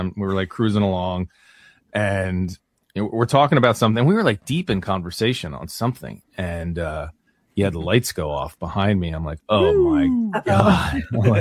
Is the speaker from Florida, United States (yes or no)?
no; Philadelphia, Pennsylvania, United States; I mean, I'm from Philly. I don't try to play like the I'm Irish thing, but that is where my DNA or whatever comes from